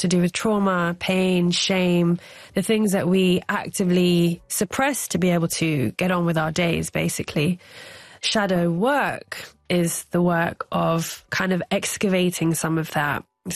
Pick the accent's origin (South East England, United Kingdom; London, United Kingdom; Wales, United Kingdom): London, United Kingdom; Growing up in London as someone of Indian heritage, but completely British as well